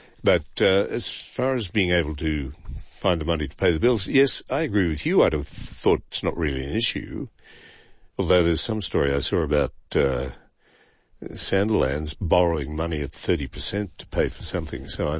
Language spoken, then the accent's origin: English; Melbourne, Victoria, Australia; I'm from Melbourne too, and exactly like Martin, I listen to 2GB all the time.